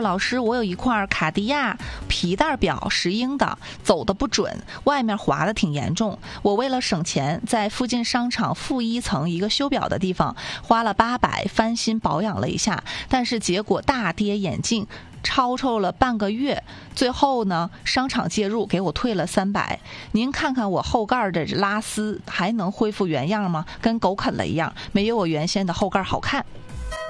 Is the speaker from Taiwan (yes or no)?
no; Northeast China, China; 而且咱们东北就是不管咋热，晚上都是凉快的